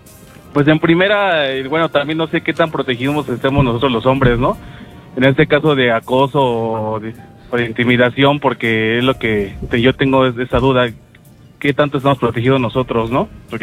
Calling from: Mexico City, Mexico; Acá de Ciudad de México.

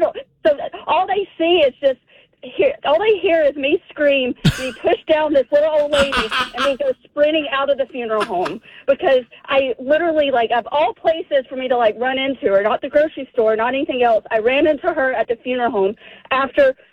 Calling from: Bowdon, Georgia, United States; I'm from a small town. I'm from Bowdoin, Georgia

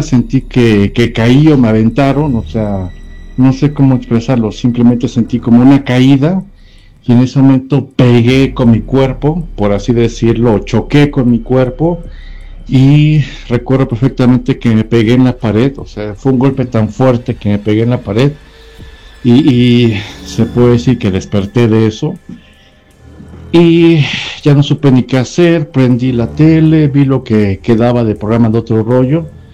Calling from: Puebla, Mexico; Soy de aquí de Puebla. Esto me pasó cuando yo tenía 16, 17 años aproximadamente. Ya tengo 40.

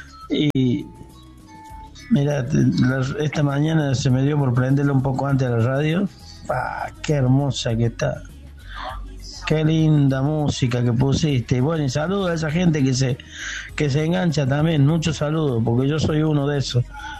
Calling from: Villa María, Córdoba, Argentina; de Villa María.

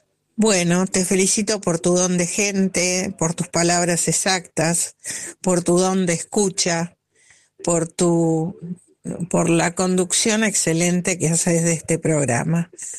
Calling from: Acasuso, Buenos Aires Province, Argentina; de Acasuso.

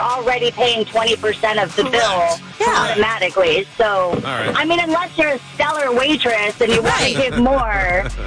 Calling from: Overland Park, Kansas, United States

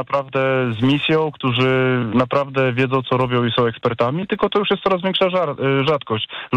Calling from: Silesian Voivodeship, Poland; ja pochodzę ze Śląska, tutaj sytuacja jest dosyć industrialna

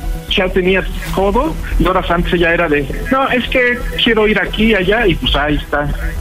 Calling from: Mexico City, Mexico; Tengo 32 añitos. Uh-huh. Y soy de acá, de Azcapotzalco.

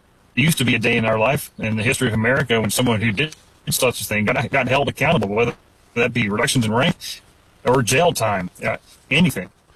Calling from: Helena, Montana, United States; I'm in Helena, Montana.

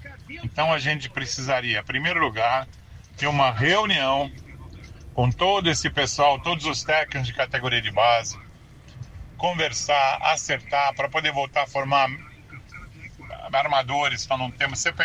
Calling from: Osasco, São Paulo, Brazil; de Osasco.

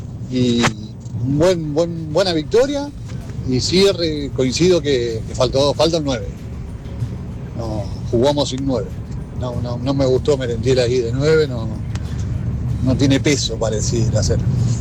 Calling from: Turdera, Buenos Aires Province, Argentina; de Turdera acá.

